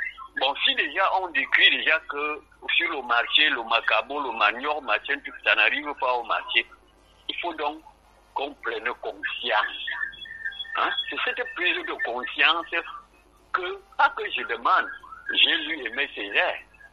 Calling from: Cameroon; au Cameroun, comme je suis Camerounais

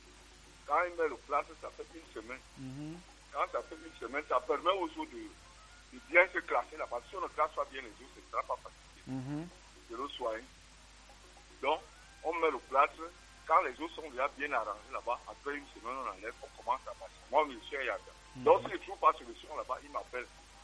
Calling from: Centre, Cameroon; Non, je suis à Ekoundou.

